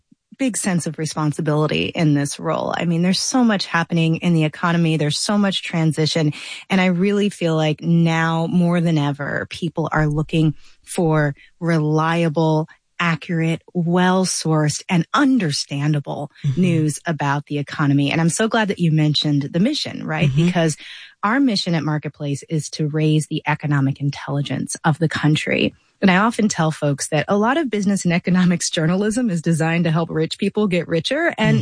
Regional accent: St. Louis, Missouri, United States; I grew up in St. Louis, Missouri, where we had extreme racial, economic, and class divides that were visible all the time.

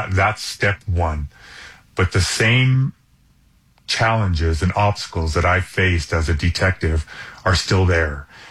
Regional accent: Albuquerque, New Mexico, United States; Yes, sir. Again, born and raised in Albuquerque. A former combat Marine.

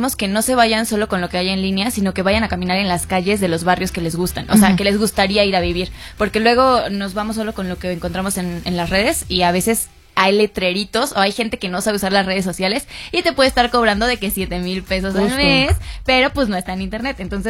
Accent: Mexico City, Mexico; como persona de la Ciudad de México

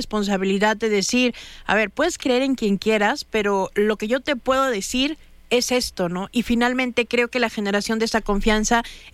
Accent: Mexico

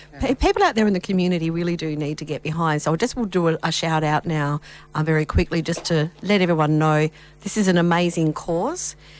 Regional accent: Northern Territory, Australia; born there; I was born in the Northern Territory and spent a lot of time in rural towns and so on.

